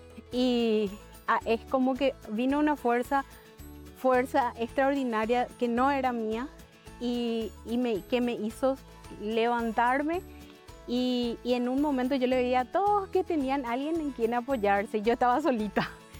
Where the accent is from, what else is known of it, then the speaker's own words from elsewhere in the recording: Paraguay; soy de Paraguay